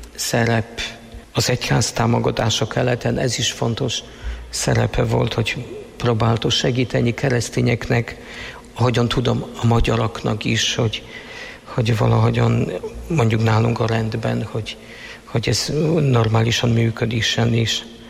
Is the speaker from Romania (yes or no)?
no; Poland; Hungarian is a second language; moved away; 3000 évesek lettünk, mint lengyelek